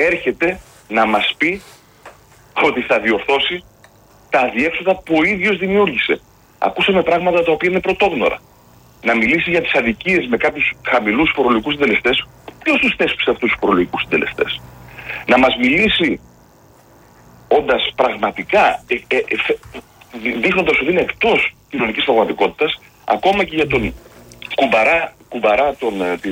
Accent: Piraeus, Attica, Greece; εγώ ως Πειραιώτης είμαι του ρεμπέτικου

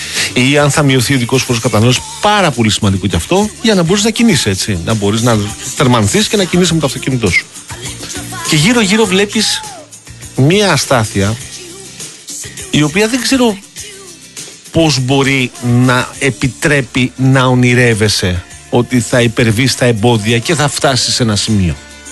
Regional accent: Greece

